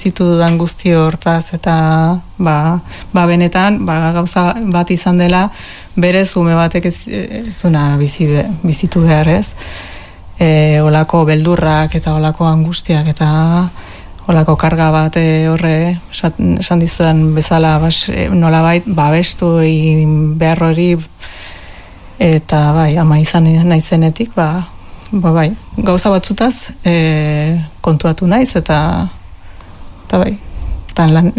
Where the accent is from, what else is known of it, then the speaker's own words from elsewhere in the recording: Basque Country, Spain; also born or lived in Nicaragua; Bai, osea, hemengoa naiz, bale? Baina, jaiotzez, ba, nikaragüense, odolez gernikarra, nire familia guztia angoa delako, baina parte handi bat, mexikana.